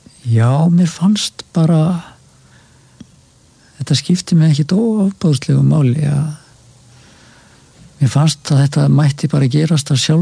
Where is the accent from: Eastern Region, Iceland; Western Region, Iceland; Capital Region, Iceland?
Eastern Region, Iceland; ég er alveg austfyrðingur. Föður fólki sem sagt að Borgarfjörð líka og svo ofan að héraði úr Hjaltastaði þingáni